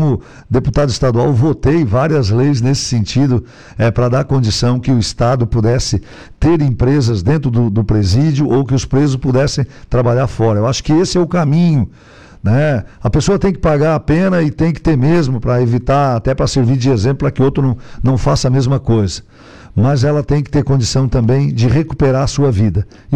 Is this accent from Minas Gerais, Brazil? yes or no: no; Santa Catarina, Brazil; É algo que me envergonha como catarinense